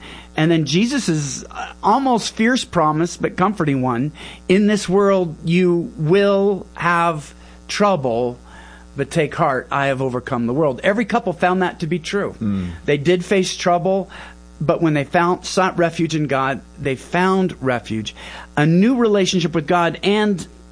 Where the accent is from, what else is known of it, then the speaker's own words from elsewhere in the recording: Pacific Northwest, United States; We're from Pacific Northwest. The thought of a hurricane is terrible.